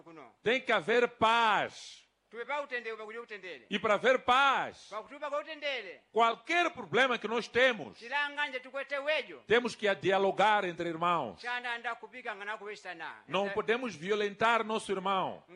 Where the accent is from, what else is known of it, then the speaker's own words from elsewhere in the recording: Mozambique; nós saímos de Moçambique visitar outros países